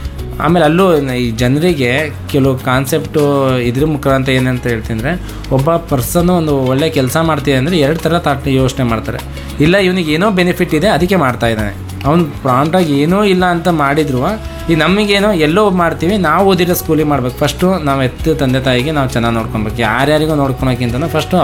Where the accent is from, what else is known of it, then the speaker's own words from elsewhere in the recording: Birankere, Karnataka, India; now in Shivamogga, India; ನಾನು ಬೀರಂಕೆರೆಯಲ್ಲಿದ್ದವನು